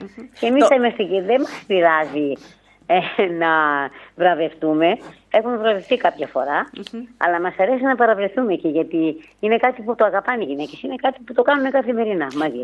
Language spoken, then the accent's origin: Greek; Pyrgos, Western Greece, Greece; είμαι πυριώτησα και το έχω αποδείξει.